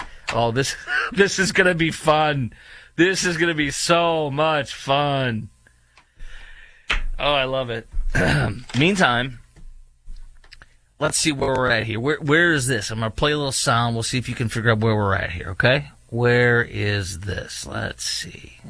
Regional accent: Chicago, Illinois, United States; Last time I did was when I was growing up in Chicago

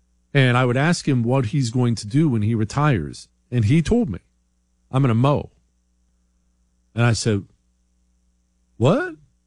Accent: Cuba; I'm originally from Cuba, but I got my naturalization more than 16 years ago.

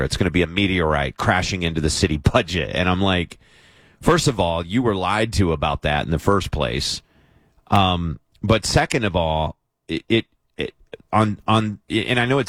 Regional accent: Kentucky, United States; now in San Diego, United States; I'm from Kentucky

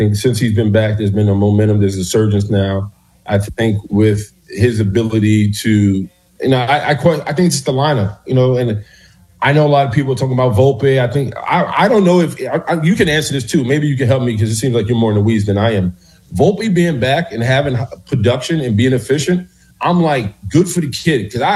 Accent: Bronx, New York, United States; I'm almost homegrown. I'm a Bronx kid. I grew up in the New York market. I grew up reading the Daily News.

